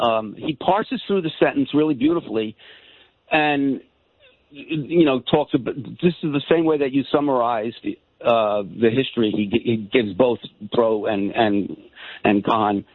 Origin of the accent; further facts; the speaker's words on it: New York City, New York, United States; I'm a New Yorker. My grandparents were from Europe, and they came through Ellis Island.